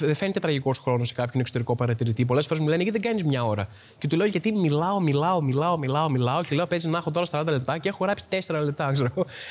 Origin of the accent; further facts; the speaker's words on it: Trikala, Thessaly, Greece; now in Athens, Greece; Εμείς ήρθαμε από Τρίκαλα που είχαμε δύο μαγαζιά όλα και όλα. Οπότε ήρθαμε εδώ που είχε χιλιάδες